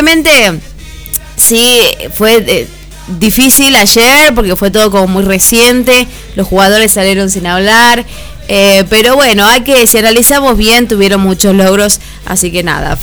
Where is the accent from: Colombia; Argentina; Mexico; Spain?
Argentina; con el corazón en Argentina, porque somos argentinos